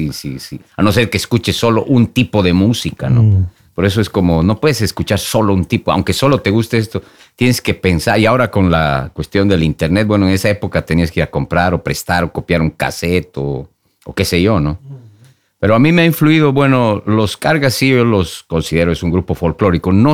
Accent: Sucre, Chuquisaca, Bolivia; moved away as an adult; now in Oslo, Norway; De Sucre, Bolivia, sí.

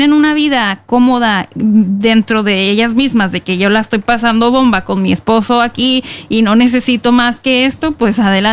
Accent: Baja California, Mexico; somos vecinos a muchos kilómetros, pero somos baja californianos los dos.

